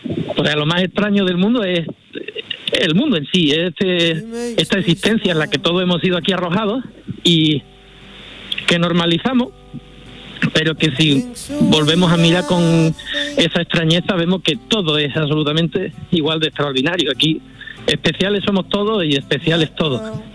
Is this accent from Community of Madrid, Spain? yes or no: no; Andalusia, Spain; tengo un amor muy profundo por Doñana, por mi tierra